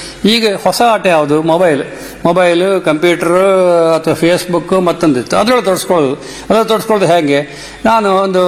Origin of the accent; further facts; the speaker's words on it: Kundapura, Karnataka, India; accent: Kundapura Kannada; ನಮ್ಮ ಮನೆಯಲ್ಲಿ ನಾವೆಲ್ಲ ಕುಂದಾಪುರ ಕನ್ನಡಿಗೆ ಬಯಸ್ಕೊಂಬುದು, ಮನೆಯೊಳಗೆ ಕುಂದಾಪುರ ಕನ್ನಡಿಗೆ ಹಾಸ್ಯ ಮಾಡೋದು, ಆ ನಮ್ಮನೆ ಬೆಳೆದವ್ರು ನಾವು.